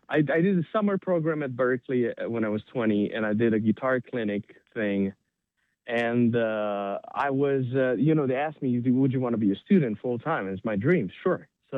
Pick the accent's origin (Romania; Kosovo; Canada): Romania; moved away as an adult; now in United States; I was 20 years old, so yeah, I was born and raised in Romania in a very musical family.